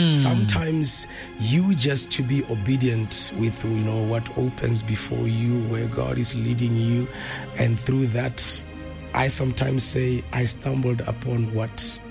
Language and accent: English; Letlhakane, Central District, Botswana; moved away as an adult; also born or lived in Orapa / Malaysia; But I grew up in Letlhakane, La Orapa. And my mother was part of the Assemblies of God Church.